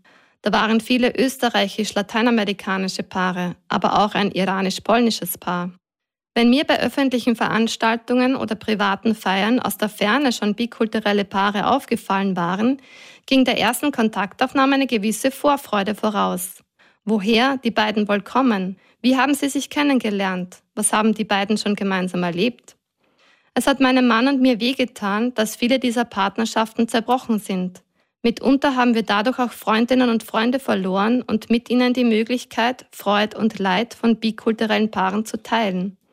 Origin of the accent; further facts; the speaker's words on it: El Salvador; ich komme aus El Salvador.